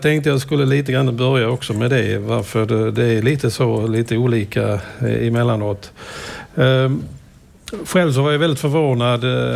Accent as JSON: {"language": "Swedish", "region": "Skåne", "country": "Sweden", "also_born_or_lived": "Latvia", "moved": "yes", "said": "Som österlenare, som skåning."}